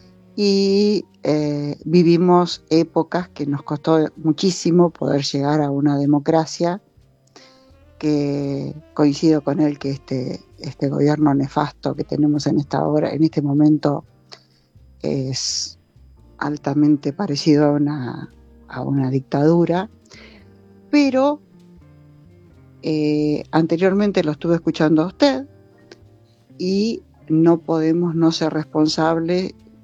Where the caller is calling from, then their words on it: La Plata, Buenos Aires Province, Argentina; soy de La Plata